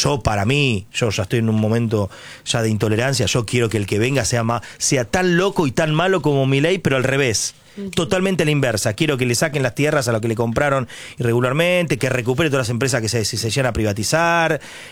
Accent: Argentina; Soy un argentino que quiere que las cosas vuelvan a ser como fueron en un momento.

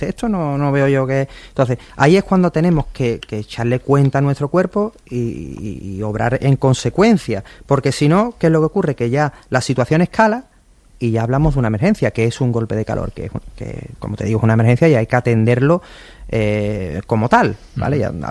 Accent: Spain; yo creo que es que somos españoles y como españoles que somos decimos, venga, vamos, no, seguimos, seguimos.

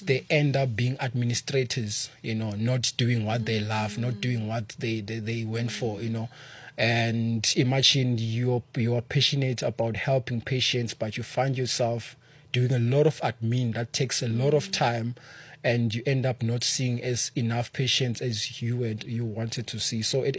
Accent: Mpumalanga, South Africa; I grew up in Mpumalanga

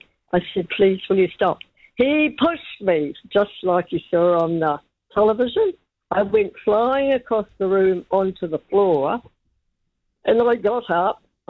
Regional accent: Ponsonby, Auckland, New Zealand; very impressed because I told him about all my different cultures, Maoris at school, Islanders, I was brought up in Ponsonby.

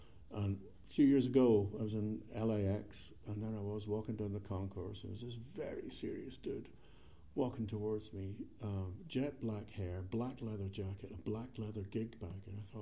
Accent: Scotland, United Kingdom; accent: Scottish; I said in my lovely Scottish accent

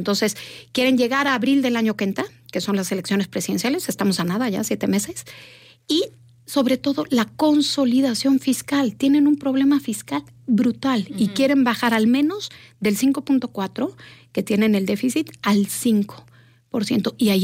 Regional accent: Mexico

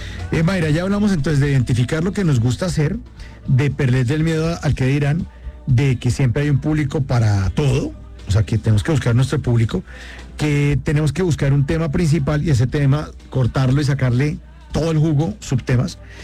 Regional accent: Bogotá, Colombia; Porque yo, o sea, si no es que yo soy Rolo, soy bogotano

